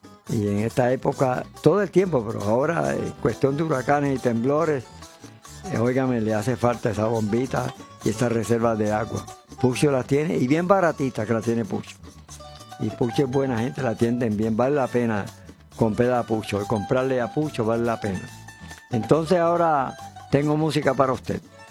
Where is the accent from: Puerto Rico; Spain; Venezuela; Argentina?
Puerto Rico; Añasco; en mi pueblo Añasco